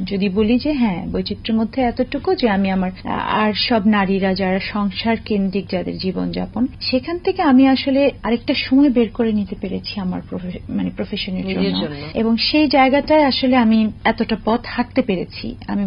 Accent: Matlab, Chittagong Division, Bangladesh; moved away as an adult; now in Dhaka, Bangladesh; আমি তো আসলে চাপুর মতলবের মেয়ে এবং সেখানে আমার জন্ম। আমি ওখানে কলেজ পর্যন্ত ছিলাম, পরে ইউনিভার্সিটিতে ঢাকায় মুভ করেছি।

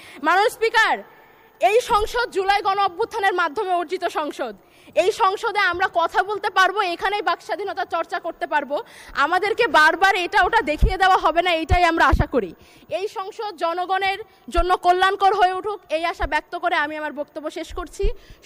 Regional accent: Daulatpur, Khulna Division, Bangladesh; আমি সীমান্তবর্তী এলাকায় জন্মগ্রহণ করেছি। মাননীয় স্পিকার, আমি কুষ্টিয়া জেলার দৌলতপুর উপজেলার মেয়ে।

